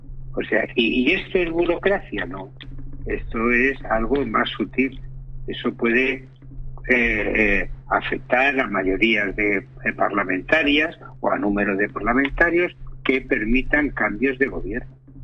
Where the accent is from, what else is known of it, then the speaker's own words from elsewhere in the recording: Tarragona, Catalonia, Spain; now in Almería, Spain; Yo nací en Tarragona, yo soy catalán